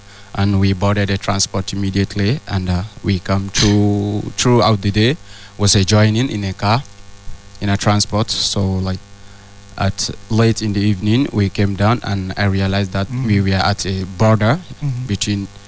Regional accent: Sierra Leone; now in France; Je viens de Sierra Leone.

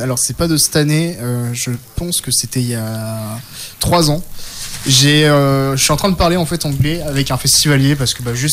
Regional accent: France; je suis français

